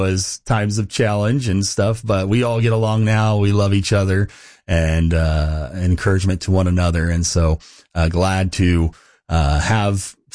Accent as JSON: {"language": "English", "town": "Fresno", "region": "California", "country": "United States", "tie": "born or raised there", "also_born_or_lived": "Stockton", "said": "Yes, grew up in California, Central California, and Fresno is my hometown. And was born in Stockton, raised in Fresno my whole life. And my family went to a Baptist church there in Central California in Clovis called Central Baptist Church."}